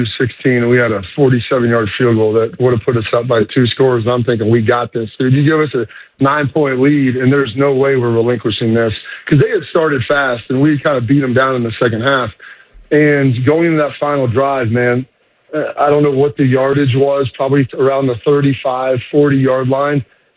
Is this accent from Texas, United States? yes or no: yes; Texas, United States; born there; I was born in Texas.